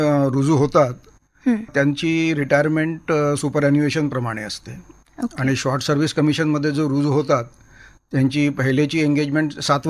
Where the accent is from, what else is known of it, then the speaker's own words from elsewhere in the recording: Nagpur, Maharashtra, India; माझा जन्म आणि शिक्षण नागपुरात झालं आहे.